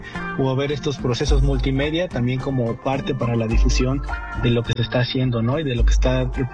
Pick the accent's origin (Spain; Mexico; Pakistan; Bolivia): Mexico; Huaycamalco, Puebla; yo soy de Huaycamalco, Puebla.